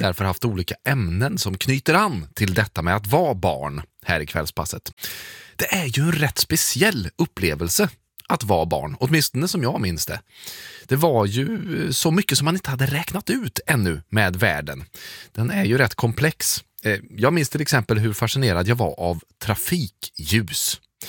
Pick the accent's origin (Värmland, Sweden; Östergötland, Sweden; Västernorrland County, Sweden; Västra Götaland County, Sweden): Värmland, Sweden; Munkfors; Det fanns ju inga i Munkfors där jag växte upp. Det var en stor höjdpunkt, man åkte in till Karlstad.